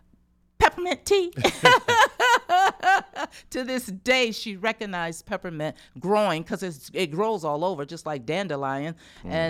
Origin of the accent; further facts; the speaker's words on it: Rochester, New York, United States; yes, I'm born and raised here in Rochester, and no, I'm not from Florida. My family's from Florida.